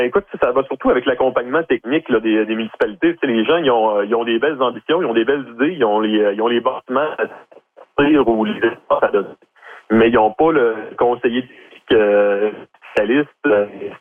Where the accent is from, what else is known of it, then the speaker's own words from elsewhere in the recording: Trois-Rivières, Quebec, Canada; moved away; Moi, je viens de Trois-Rivières, d'ailleurs.